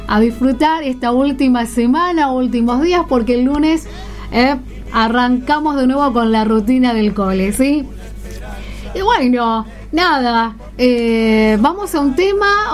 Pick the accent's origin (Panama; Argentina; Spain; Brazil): Argentina; Buenos Aires Province; yo soy de ahí, del 35 también.